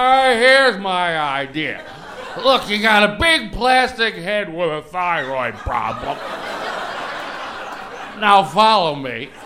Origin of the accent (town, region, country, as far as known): Philadelphia, Pennsylvania, United States; born or raised there